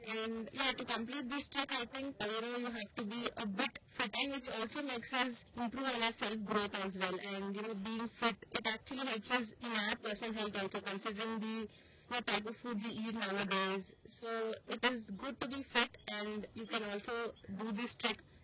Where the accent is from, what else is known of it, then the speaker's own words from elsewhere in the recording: Mysore, Karnataka, India; I'm from Mysore.